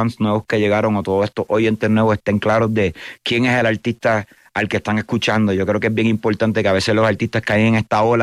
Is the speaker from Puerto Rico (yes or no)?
yes; Puerto Rico; yo soy de Puerto Rico, bro.